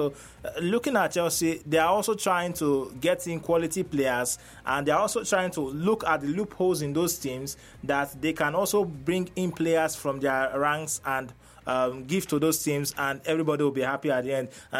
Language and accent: English; Nigeria; as a Nigerian